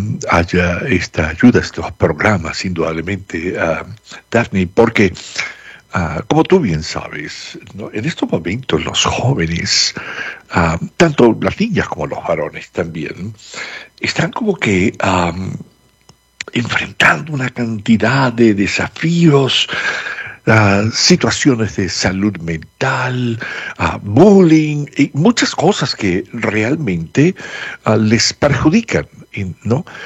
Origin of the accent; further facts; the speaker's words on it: Venezuela; now in Colorado, United States; allá en mi país, en Venezuela, nos referimos a las niñas como hembras, ¿no?